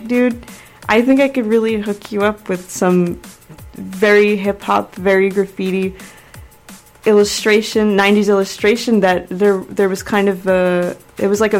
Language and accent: English; New York, United States; also born or lived in Florida; So I was born in New York. Of course, I'm Guyanese and Puerto Rican, so that really is a combination that can only happen here. I grew up between here and Florida, so I'd spend all my summers in New York, and I went to school in Florida